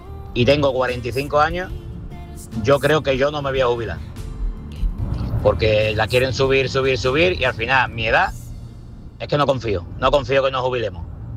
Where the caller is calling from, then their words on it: Málaga, Andalusia, Spain; de Málaga.